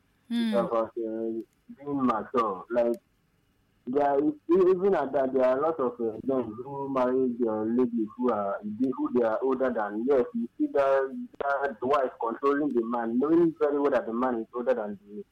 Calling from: Ogun, Nigeria; I'm calling from Ogun.

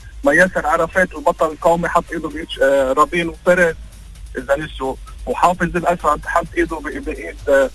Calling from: Lebanon; أنا لبناني وفخور، أنا لبناني وفخور بالباسبور الأمريكاني.

